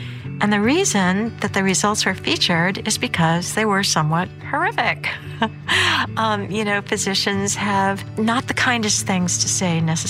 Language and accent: English; Boston, Massachusetts, United States; born there; 9 days before I was born in Boston.